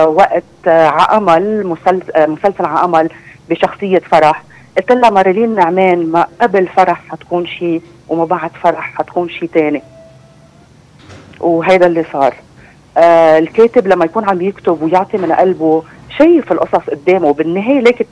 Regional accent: Lebanon; نحن كمواطنين لبنانية

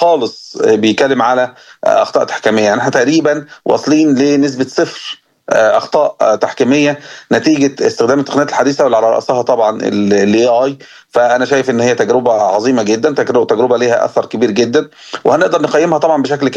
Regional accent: Egypt; احنا عندنا في مصر

